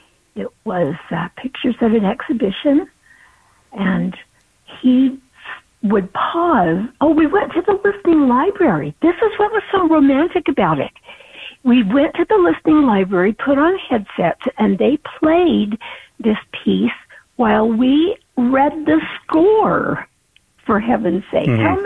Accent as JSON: {"language": "English", "town": "Lehi", "region": "Utah", "country": "United States", "said": "from Lehigh, Utah."}